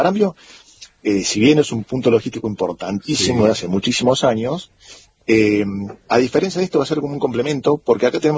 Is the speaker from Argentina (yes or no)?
yes; Argentina; moved away as an adult; now in Antarctica; somos argentinos